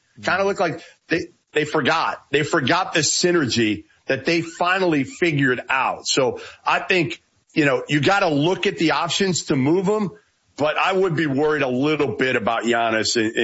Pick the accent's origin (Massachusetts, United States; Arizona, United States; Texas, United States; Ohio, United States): Massachusetts, United States; Boston; I'm a Bostonian. Right. I've been born to hate New York teams.